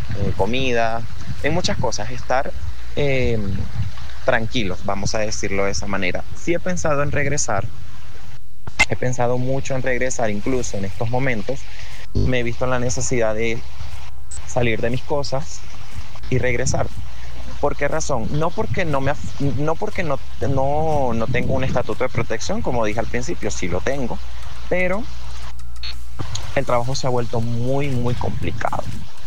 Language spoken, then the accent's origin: Spanish; Venezuela; moved away as an adult; now in Colombia; como inmigrante venezolano no me afecta porque yo tengo mi permiso por protección temporal, lo saqué llegando acá al país